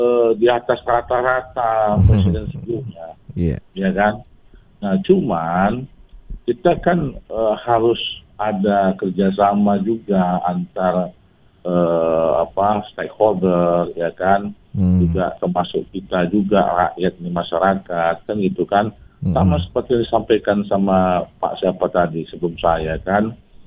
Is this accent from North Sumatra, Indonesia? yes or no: yes; Medan, North Sumatra, Indonesia; Nah, kalau saya sebagai anak Medan ini, ya kan, Bung Sabil